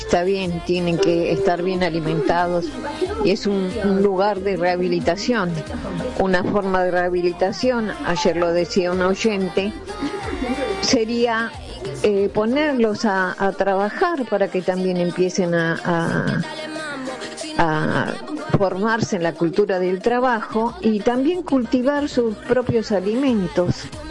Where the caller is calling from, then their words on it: La Plata, Buenos Aires Province, Argentina; de La Plata.